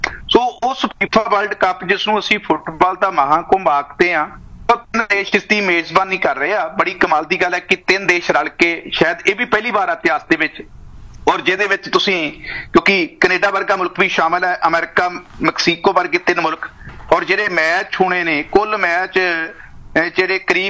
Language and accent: Punjabi; Hoshiarpur district, Punjab, India; ਮੈਂ ਹੁਸ਼ਿਆਰਪੁਰ ਜ਼ਿਲ੍ਹੇ ਨਾਲ ਸੰਬੰਧ ਰੱਖਦਾ